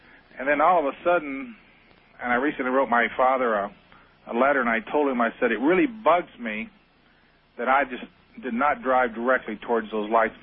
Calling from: Phoenix, Arizona, United States; I'm in Phoenix.

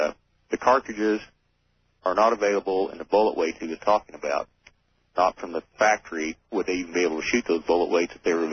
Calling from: Kansas, United States; I'm from Kansas.

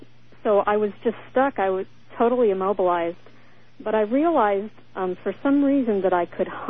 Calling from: Syracuse, New York, United States; from Syracuse, New York.

